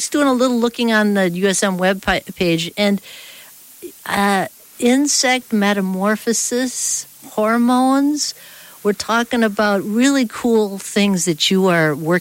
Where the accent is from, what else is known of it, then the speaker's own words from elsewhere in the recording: Minnesota, United States; moved away; we're both from Minnesota.